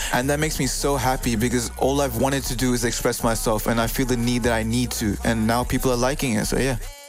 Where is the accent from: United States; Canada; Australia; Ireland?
Australia; Melbourne, Victoria; I'm from Melbourne, Victoria, and I go to Moo Park Secondary College.